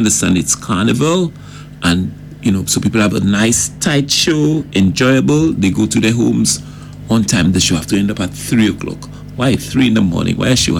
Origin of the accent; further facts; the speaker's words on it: St. Lucia; It's a drink, strangely, when I'm away from St. Lucia, I say, oh boy, I could have drunk a nice cold malt.